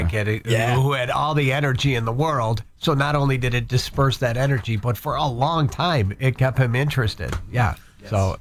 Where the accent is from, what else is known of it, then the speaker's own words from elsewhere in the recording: Buffalo, New York, United States; I'm from Buffalo